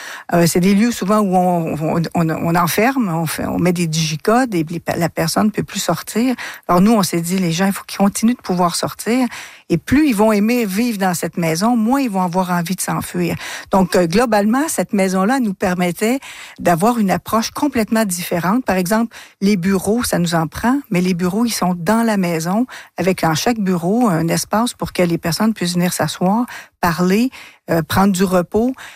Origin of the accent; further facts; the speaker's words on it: Trois-Rivières, Quebec, Canada; Moi, je suis de Trois-Rivières et depuis l'âge de 21 ans, j'accompagne des personnes qui vivent avec la maladie d'Alzheimer